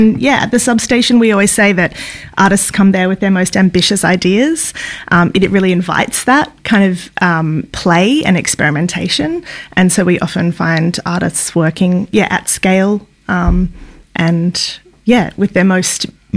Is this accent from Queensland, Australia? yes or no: yes; Brisbane, Queensland, Australia; moved away as an adult; now in Melbourne, Australia; a first-generation Australian. Mum's Northern Irish Catholic. Dad's a Goan Indian man. I grew up in Brisbane. They moved to Australia in about the 70s. I was born in the 80s.